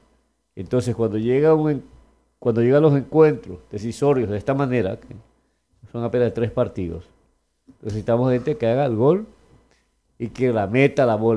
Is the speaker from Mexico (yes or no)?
no; Ecuador